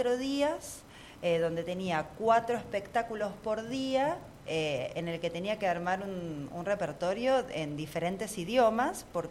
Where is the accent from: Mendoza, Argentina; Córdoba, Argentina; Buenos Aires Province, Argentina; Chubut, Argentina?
Buenos Aires Province, Argentina; Monte Grande; allá de donde soy yo, que soy de Monte Grande, el conurbano bonaerense.